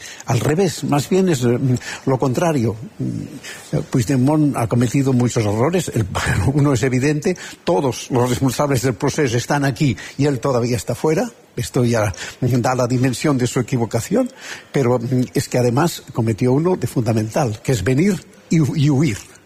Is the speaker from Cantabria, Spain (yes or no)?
no; Catalonia, Spain; Es un poco difícil porque yo soy ciudadano de España, pero catalán, que es